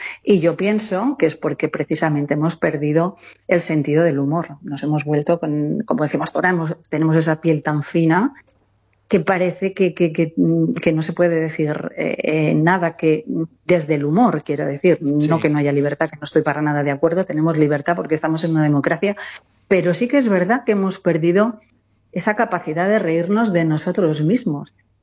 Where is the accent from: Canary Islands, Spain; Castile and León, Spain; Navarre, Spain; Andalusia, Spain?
Castile and León, Spain; Quintana Redonda; el viernes estuvimos aquí en Soria, precisamente, en mi pueblo, en el pueblo de mi madre, Quintana Redonda, 500 habitantes censados